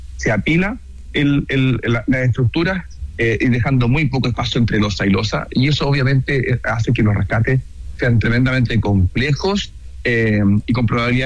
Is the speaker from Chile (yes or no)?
yes; Chile; Claro, y efectivamente soy chileno y por lo tanto la comparación con Chile siempre es difícil